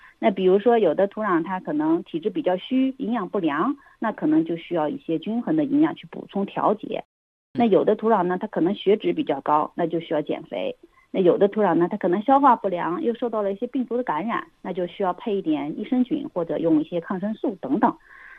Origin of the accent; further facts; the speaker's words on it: Sichuan, China; moved away as an adult; now in Beijing, China; 因为我是一个南方人，来自四川，所以我刚来北京的时候，就我不太分得清东南西北。从这个2009年从学校毕业走进田间的时候，要融入这个北方社会，确实有一些话是听不太懂的。